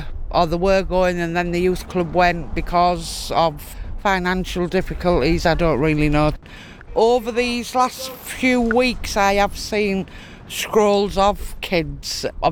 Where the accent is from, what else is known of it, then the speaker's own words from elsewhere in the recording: Great Ayton, Yorkshire and the Humber, United Kingdom; born there; I'm from Great Ayrton.